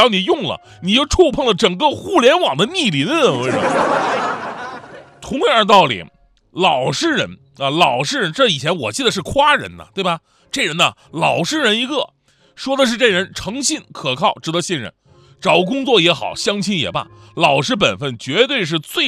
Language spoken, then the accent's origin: Chinese; Northeast China, China; moved away; 在我小的时候一直在东北那边